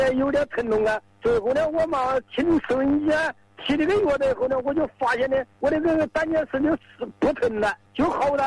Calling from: Dangyang, Hubei, China; 我是丹阳市苗县镇延吉村儿子。

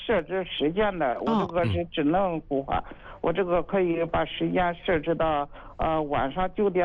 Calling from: Shangqiu, Henan, China; 我来自咱们河南商丘的朋友。

